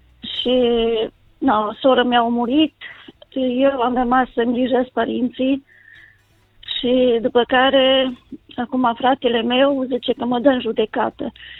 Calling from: Bistrița, Bistrița-Năsăud, Romania; din Bistrița.

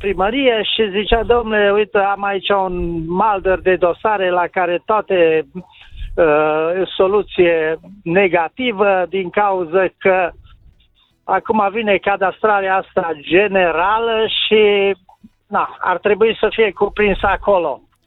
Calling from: Cluj-Napoca, Cluj County, Romania; Sunt din Cluj

